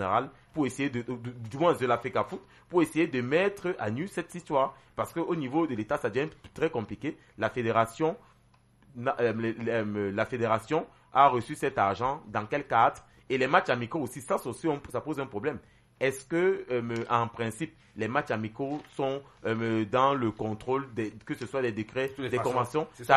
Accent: Cameroon; en tant que Camerounais

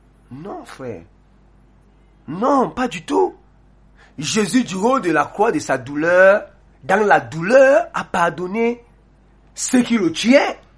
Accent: Kondongo, Cameroon; born or raised there

